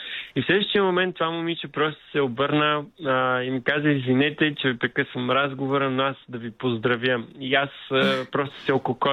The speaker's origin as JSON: {"language": "Bulgarian", "town": "Varna", "region": "Varna Province", "country": "Bulgaria", "said": "съм от Варна."}